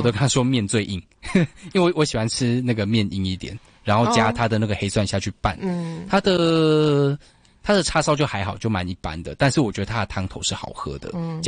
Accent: Taiwan; 以我们台湾人的口味来说，我觉得。

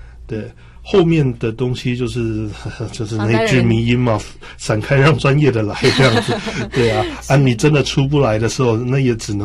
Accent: Taiwan; 我们台湾人常常会隔壁就便利商店啊，所以就真的需要的时候去买一下就好了。

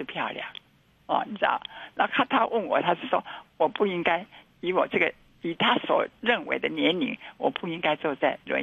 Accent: Taiwan; 为我们是台湾人感到光荣，

